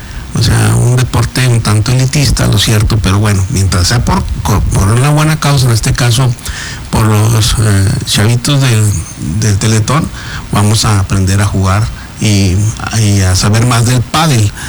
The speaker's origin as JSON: {"language": "Spanish", "country": "Mexico", "said": "somos mexicanos."}